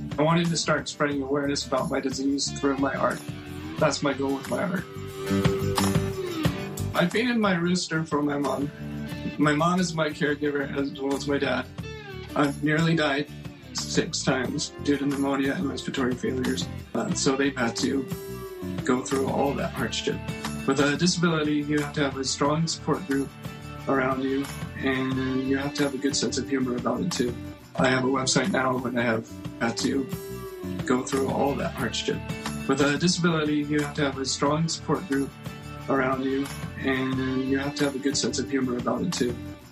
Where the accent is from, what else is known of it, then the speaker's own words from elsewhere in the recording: Morrison, Colorado, United States; I'm 38 years old. I'm from Morrison, Colorado